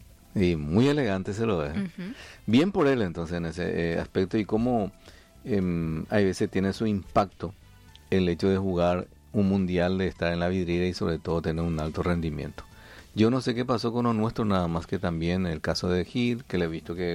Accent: Paraguay; Y así que somos los paraguayos.

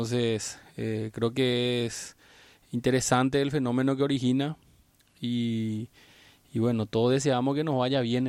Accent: Paraguay

